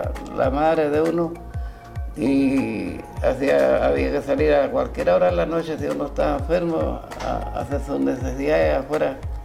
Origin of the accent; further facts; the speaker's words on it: Lota, Biobío, Chile; now in Tomé, Chile; Sí, yo nací en Lota. Donde fuimos 16 hermanos